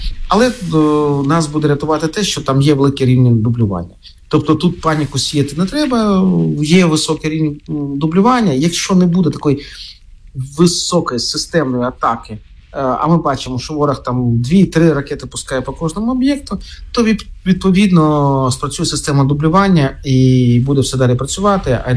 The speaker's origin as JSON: {"language": "Ukrainian", "region": "Kharkiv Oblast", "country": "Ukraine", "said": "це або моя рідна Харківщина, або Чернігівщина, Сумщина"}